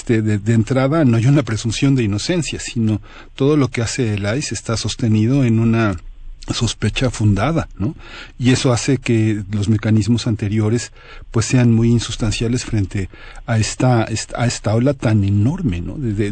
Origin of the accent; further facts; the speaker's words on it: Mexico; nosotros como ciudadanos mexicanos